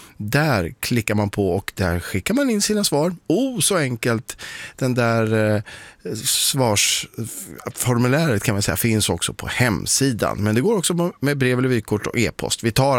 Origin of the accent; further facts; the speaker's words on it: Norrköping, Östergötland, Sweden; born there; jag är född i Norrköping.